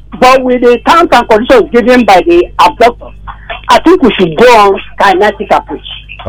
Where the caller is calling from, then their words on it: Nigeria; Sir, I'm calling from Abanjo in the country.